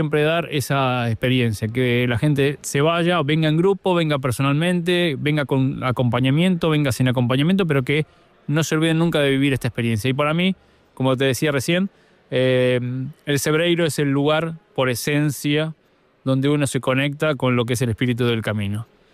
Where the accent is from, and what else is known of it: Mar del Plata, Buenos Aires Province, Argentina; born there